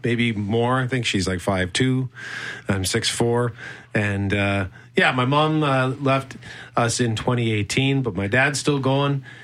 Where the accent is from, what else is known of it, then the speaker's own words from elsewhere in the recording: Winnipeg, Manitoba, Canada; Yep, born and raised in Winnipeg. Grew up in Transcona. Lived there for the first 28 years of my life.